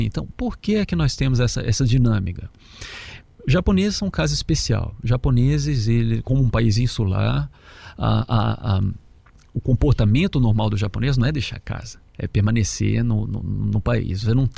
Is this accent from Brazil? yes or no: yes; Brazil; Eu cresci no Brasil